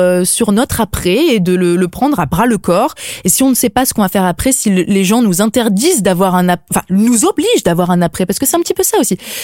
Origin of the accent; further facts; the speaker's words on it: La Rochelle, Nouvelle-Aquitaine, France; Eh ben, merci d'avoir mis en lumière La Rochelle, qui est ma ville natale, que j'adore.